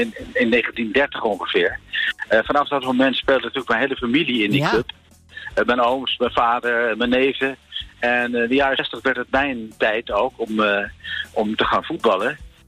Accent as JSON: {"language": "Dutch", "town": "Amsterdam", "region": "North Holland", "country": "Netherlands", "tie": "born or raised there", "said": "Het gaat over mijn jeugd in Amsterdam-Oost."}